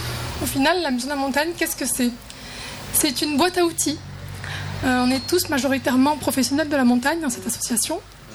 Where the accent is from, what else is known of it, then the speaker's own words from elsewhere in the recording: Luz-Saint-Sauveur, Occitanie, France; je suis originaire de Lucin-Sauveur et que j'ai vécu 10 ans dans les Alpes.